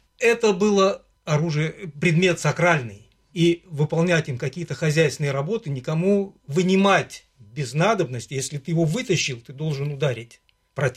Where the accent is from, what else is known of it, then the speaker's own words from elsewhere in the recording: Khurukra, Dagestan, Russia; Да. Да. Мое родное село.